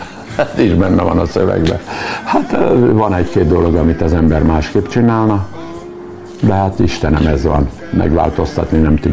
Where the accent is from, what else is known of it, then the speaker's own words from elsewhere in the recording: Budapest, Hungary; born there; also born or lived in Újpalota, Budapest; mivel itt születtem Kőbányán. Én 5 évig nem laktam itt. 5 évig Újpalotán laktam a mostani asszonyommal.